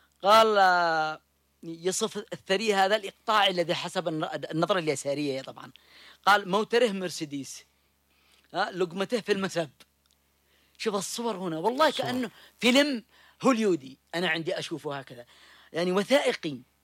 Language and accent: Arabic; Yemen